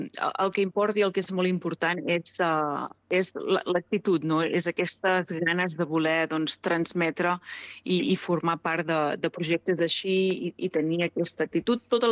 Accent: Jorba, Catalonia, Spain; moved away as an adult; also born or lived in Caribbean / United States / Barcelona / Dubai; now in Sitges, Spain; originàriament jo soc de Jorba, d'un poble petit al voltant d'Igualada.

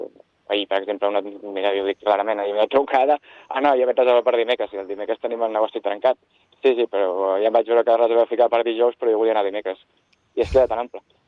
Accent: Sitges, Catalonia, Spain; marxant del meu poble de Sitges i anant a Ribes

